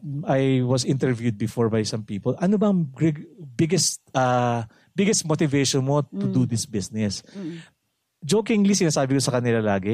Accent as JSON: {"language": "Tagalog", "town": "Quezon City", "region": "Metro Manila", "country": "Philippines", "tie": "born or raised there", "lives_now": "Bulacan, Philippines", "said": "Pero I was born and raised in QC."}